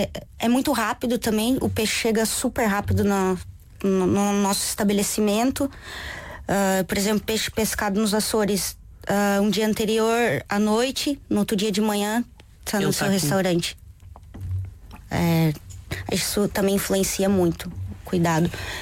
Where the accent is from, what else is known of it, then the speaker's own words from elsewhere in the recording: Brazil; moved away as an adult; also born or lived in São Paulo (state) / Paraná; now in Portugal; eu venho do Paraná, é um tipo de cultura, mas cresci no interior, que aí é outro tipo de cultura